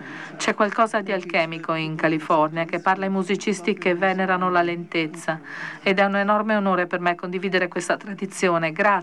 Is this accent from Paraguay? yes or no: no; Calgary, Alberta, Canada; also born or lived in Vancouver / Montreal; Il mio primo sviluppo musicale in Canada, Calgary, la mia città natale, così come Vancouver e Montreal